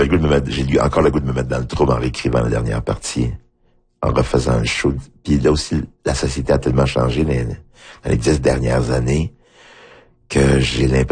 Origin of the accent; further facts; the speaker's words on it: Haiti; oui, je viens d'Haïti, mais je suis en Haïti, mais qu'est-ce que ça veut dire?